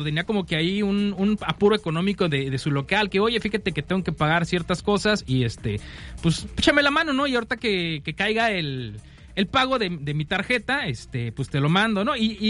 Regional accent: Córdoba, Veracruz, Mexico; Yo soy de Córdoba

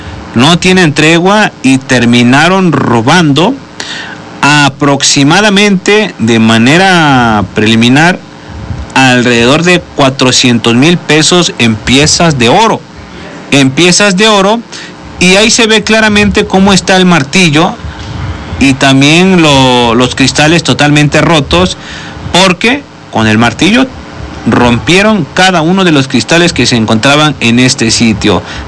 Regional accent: Puebla, Mexico; Su servidor le he dicho muchas veces que soy de la Mixteca Poblana.

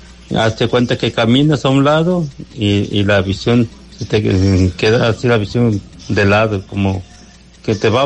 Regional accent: Gómez Farías, Jalisco, Mexico; moved away; Cerca de mi tierra natal, Gómez Farías.

